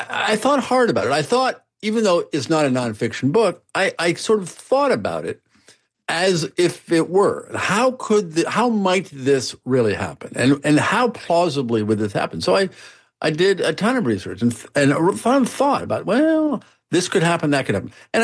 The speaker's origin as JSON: {"language": "English", "region": "Nebraska", "country": "United States", "said": "metro areas like Nashville and Memphis and Omaha, Lincoln in my home state and so forth."}